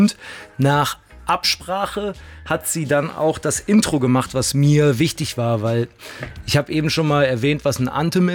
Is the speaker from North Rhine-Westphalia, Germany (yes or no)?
yes; Cologne, North Rhine-Westphalia, Germany